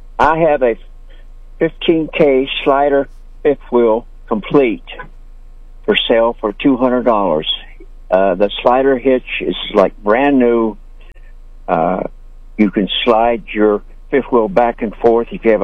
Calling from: Marshall, Missouri, United States; I live in Marshall, Missouri.

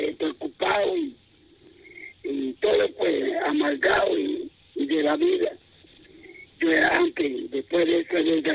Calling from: Panama; Aquí en Panamá.

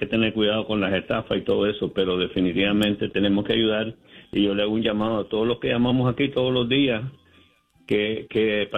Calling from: New York, United States; aquí en Nueva York

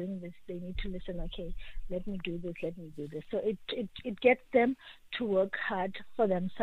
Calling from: Kuruman, Northern Cape, South Africa; No, I'm coming from Northern Cape in Kuruman.

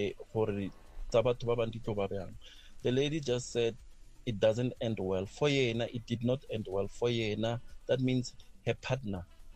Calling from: Mamelodi, Gauteng, South Africa; Good afternoon, the GC crew. … from Mamelodi.

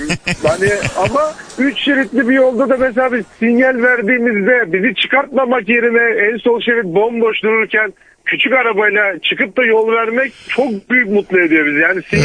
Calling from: Sakarya, Turkey; Tır şoförüyüm ben. Şu an Düzce'deyim. Normalde Sakarya'dan arıyorum sizi de.

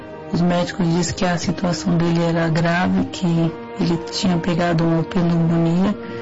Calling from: São Bernardo do Campo, São Paulo, Brazil; eu falo de São Bernardo do Campo.

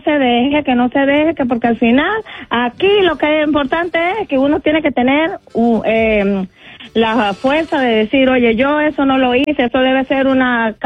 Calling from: Cuba

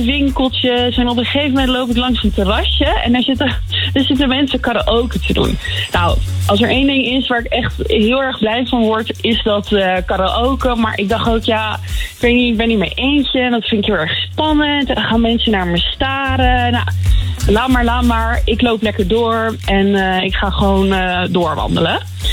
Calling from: Netherlands

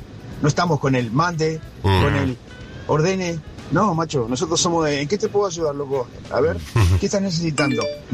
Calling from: Neuquén, Argentina; de Vaca Muerta.

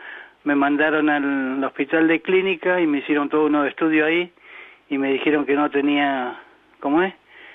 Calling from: San Justo, Buenos Aires Province, Argentina; yo vivo acá cerca de la universidad.

